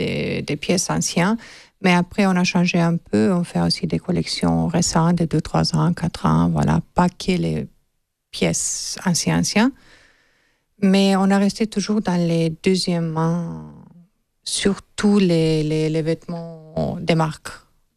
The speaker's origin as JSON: {"language": "French", "country": "Germany", "tie": "born or raised there", "also_born_or_lived": "Romania", "moved": "yes", "lives_now": "France", "said": "Alors, je suis née en Roumanie, d'origine serbo-grecque. J'ai grandi en Allemagne. Et après, j'ai voyagé un peu dans le monde. Et en 2013, je suis venue en France."}